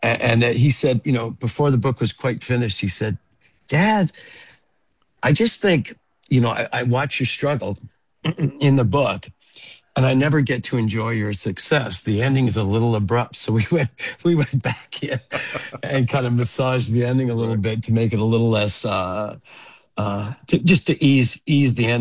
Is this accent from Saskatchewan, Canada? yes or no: yes; Regina, Saskatchewan, Canada; moved away; growing up in Regina was quite fortuitous for me